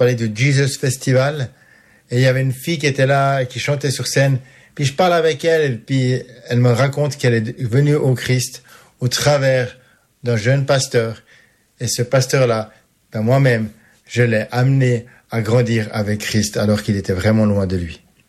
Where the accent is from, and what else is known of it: Switzerland